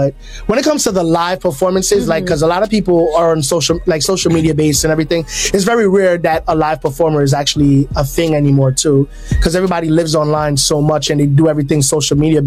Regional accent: New York City, New York, United States; also born or lived in Jamaica; Born in Jamaica. But yeah. I was raised in the Bronx mostly, but I go down every summer.

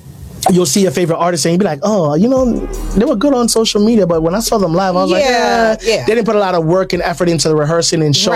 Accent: New York City, New York, United States; also born or lived in Jamaica; Born in Jamaica. But yeah. I was raised in the Bronx mostly, but I go down every summer.

